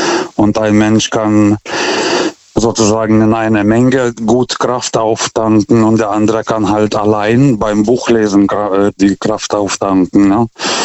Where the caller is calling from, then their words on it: Karlsruhe, Baden-Württemberg, Germany; German is a second language; Hier ist der … aus Karlsruhe. Ich rufe zum zweiten Mal an.